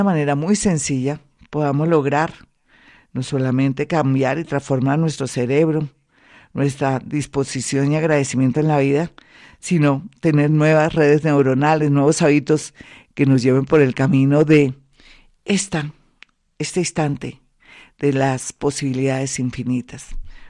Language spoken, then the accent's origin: Spanish; Colombia